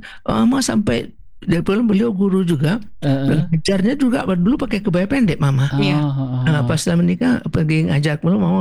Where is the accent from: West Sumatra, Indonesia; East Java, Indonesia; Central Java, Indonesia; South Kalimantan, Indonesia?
West Sumatra, Indonesia